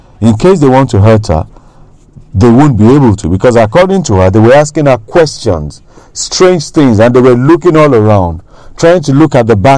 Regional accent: Nigeria; now in Accra, Ghana; That I am Nigerian.

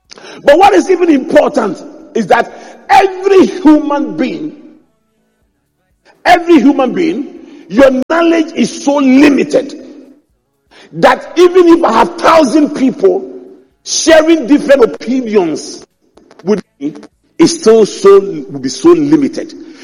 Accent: Accra, Greater Accra, Ghana; I grew up in Adabraka, opposite the mosque.

